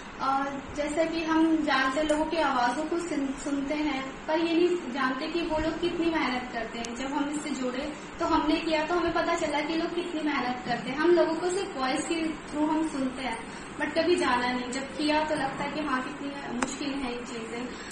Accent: Delhi, India; और मैं दिल्ली से हूँ।

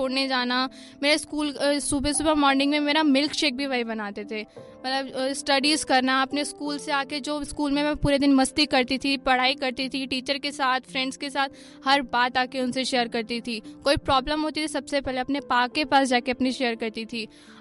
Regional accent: Delhi, India; शाहबाद गांव में रहने वाली, दिल्ली में, मेरा जन्म दिल्ली में हुआ।

